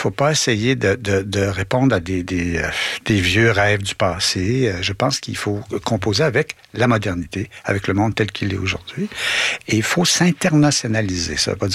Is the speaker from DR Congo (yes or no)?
no; Quebec, Canada; montrer en tant que Québécois ce que les mots veulent dire